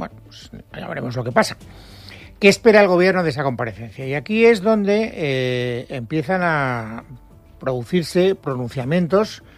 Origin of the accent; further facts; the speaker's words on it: Valencian Community, Spain; Soy valenciano.